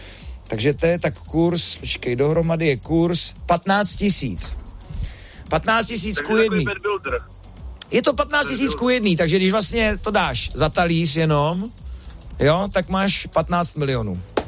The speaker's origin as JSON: {"language": "Czech", "town": "Beroun", "region": "Central Bohemian Region", "country": "Czechia", "said": "já jsem z Berouna, typ sport, vsaď to za barák."}